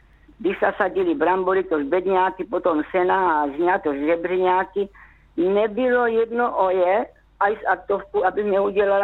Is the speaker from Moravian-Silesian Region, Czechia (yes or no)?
no; Kunovice, Zlín Region, Czechia; Já pocházím z Kunovic.